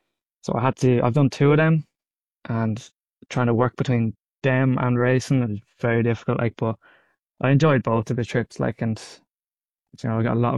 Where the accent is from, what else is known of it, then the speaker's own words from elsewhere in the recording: Ireland; I'm from Naas, County Clare in the Republic of Ireland.